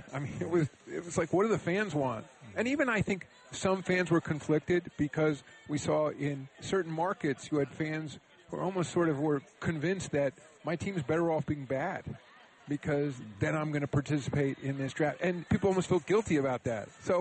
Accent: New York, United States; I'm a New Yorker, you know, so, and I was alive for the last two

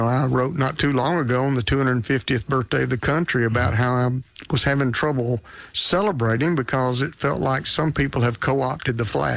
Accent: Griffin, Georgia, United States; born or raised there

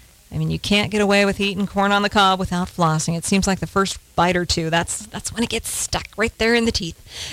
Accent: Midwest, United States; It just depends on where you live, what you grew up with. I'm from the Midwest. We called it corn on the cob.

